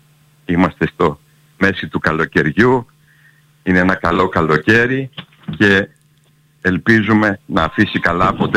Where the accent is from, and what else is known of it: Greece